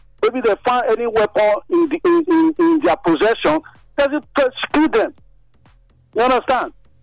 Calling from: Benin; I'm calling from Benin.

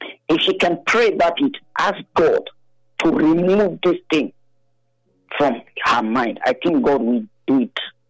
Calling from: Guadeloupe; calling from Guadeloupe.

